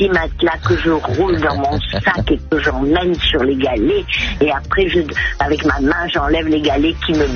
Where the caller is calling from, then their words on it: Nice, Provence-Alpes-Côte d'Azur, France; Moi, je suis sur Nice Nord.